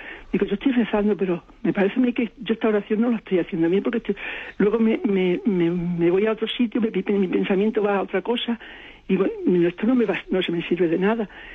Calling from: Salamanca, Castile and León, Spain; Le llamo desde Salamanca

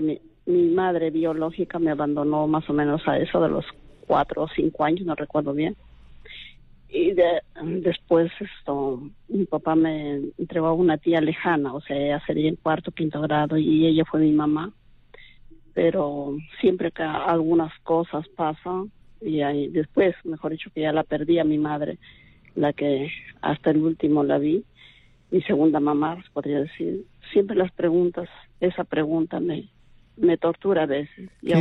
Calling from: Trujillo, La Libertad, Peru; de Trujillo.

